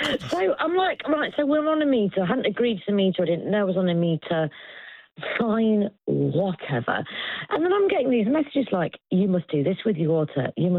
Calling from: Nottingham, East Midlands, United Kingdom; from sunny Nottingham.

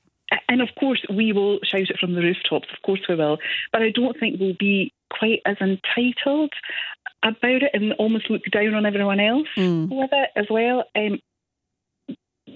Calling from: Scotland, United Kingdom; as a Scottish person

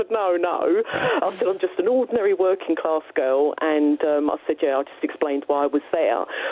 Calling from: Harwich, East of England, United Kingdom; I actually live in Harwich.

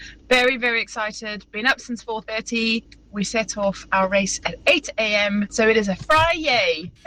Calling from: Cirencester, South West England, United Kingdom; I'm from Cirencester

